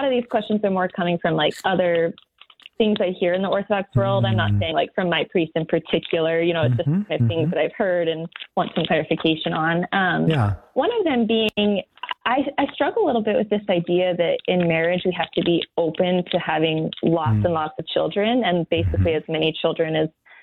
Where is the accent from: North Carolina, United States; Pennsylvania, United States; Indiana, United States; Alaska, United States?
Alaska, United States; Anchorage; Yeah, from Anchorage. Mm-hmm. Yeah, so I'm used to it.